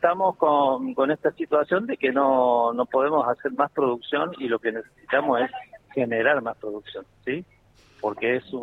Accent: La Rioja, Argentina; Vengo de La Rioja, estoy en La Rioja

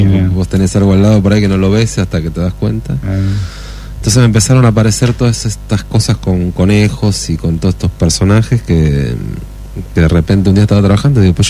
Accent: Lincoln, Buenos Aires Province, Argentina; now in Buenos Aires, Argentina; Y bueno, ahora vivimos un poco acá en Buenos Aires y en Lincoln, en provincia.

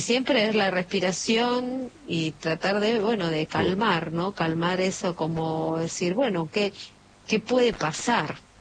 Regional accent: Buenos Aires, Argentina; Yo soy de Barracas.

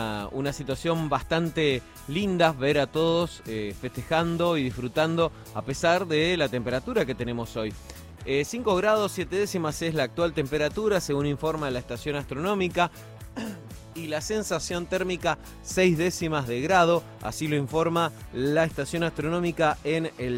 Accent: Argentina; todo lo que sentimos como argentinos

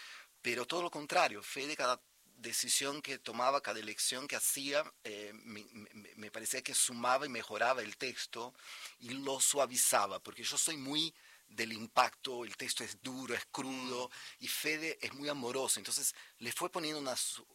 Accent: Brazil; Spanish is a second language; Claro, yo hacía lo que Topa hace acá para Brasil

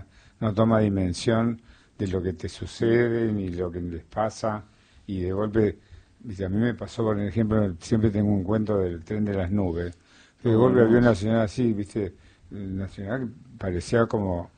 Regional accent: Tostado, Santa Fe, Argentina; yo soy de Tostado, o sea que también soy

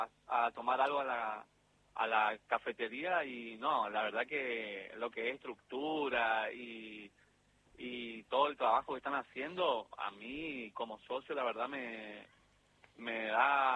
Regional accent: Resistencia, Chaco, Argentina; Vengo de Resistencia Chaco.

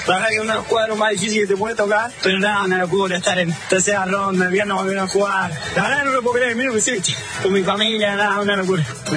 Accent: Argentina; vivir esto en este ambiente como argentino

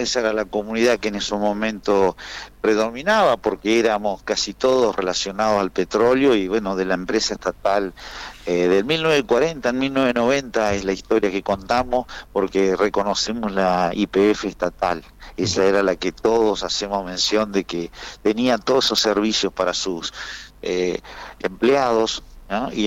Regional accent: Cañadón Seco, Santa Cruz, Argentina; born there; yo nací en Cañadón Seco, pero mis hermanos habían nacido en Comodoro

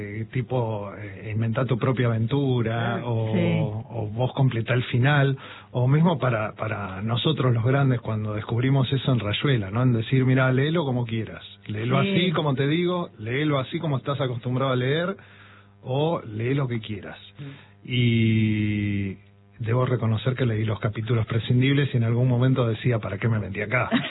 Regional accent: Buenos Aires Province, Argentina; born or raised there; also born or lived in Mendoza; now in La Boca, Buenos Aires, Argentina

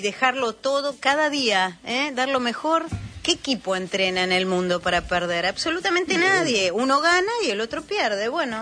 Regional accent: Argentina; somos argentinos, somos así, somos esto y tenemos tantas cosas hermosas.

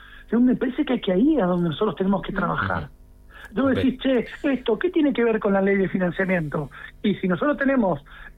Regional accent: Santa Cruz, Argentina; Yo soy de Zona Norte y la anduve

